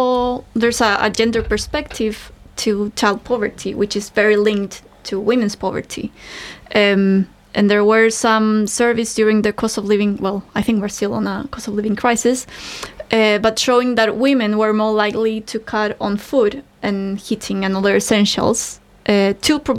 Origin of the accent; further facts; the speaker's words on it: Chile; now in United Kingdom; I'm from Chile, and I came to the UK